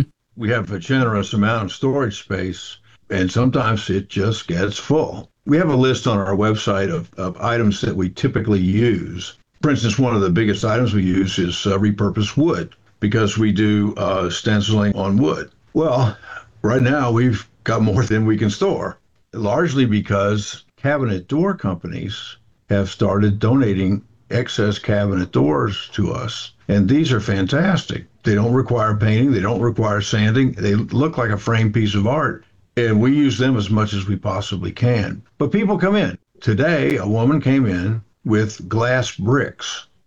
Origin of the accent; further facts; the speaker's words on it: Missouri, United States; moved away; I have a niece with Down syndrome, and she lives in Missouri in my hometown